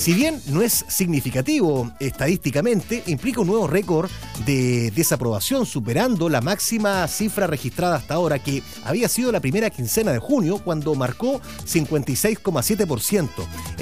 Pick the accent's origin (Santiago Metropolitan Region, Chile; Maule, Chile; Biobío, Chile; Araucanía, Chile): Biobío, Chile; Hualpén; Son cerca de 40 kilómetros que tengo que conducir hasta mi tierra natal de Hualpén.